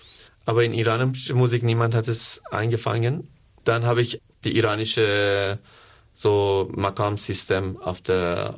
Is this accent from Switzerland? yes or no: no; Iran; born there; German is a second language; moved away; also born or lived in Tehran / northern Iran; Ich bin in Teheran geboren und teilweise im Norden von Iran aufgewachsen.